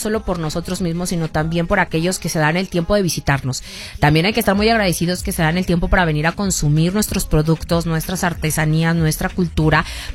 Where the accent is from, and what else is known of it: Mexico